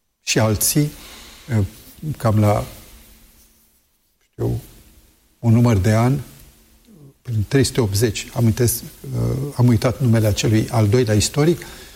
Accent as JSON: {"language": "Romanian", "town": "Sibiu", "region": "Sibiu County", "country": "Romania", "tie": "born or raised there", "also_born_or_lived": "Brașov", "moved": "yes", "said": "Am și o amintiri vis-a-vis de locul unde am copilărit. Eu mă simt foarte sibian, deși m-am născut la Brașov și la 2 ani jumate, 3 ne-am mutat în Sibiu, dar acolo am descoperit viața"}